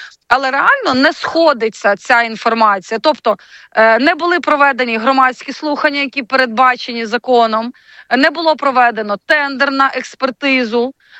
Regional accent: Kyiv, Ukraine; ми, кияни, містяни

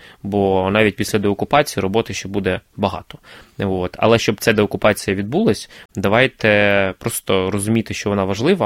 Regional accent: Crimea, Ukraine; moved away; я буду радіти кожному українському прапору, піднятому в вільних містах мого рідного Криму.

